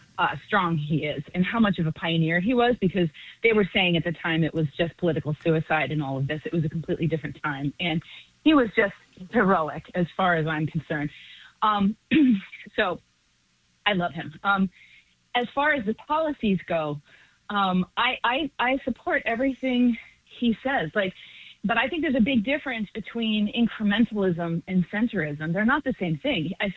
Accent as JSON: {"language": "English", "town": "Boston", "region": "Massachusetts", "country": "United States", "tie": "born or raised there", "moved": "yes", "lives_now": "New York, United States", "said": "One is I've been in New York 20 years, but I grew up in Boston, and I was about 16 when Barney Frank came out."}